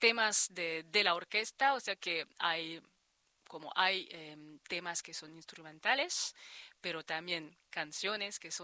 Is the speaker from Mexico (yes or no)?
no; France; accent: French; Spanish is a second language; ya tengo ese tono francés.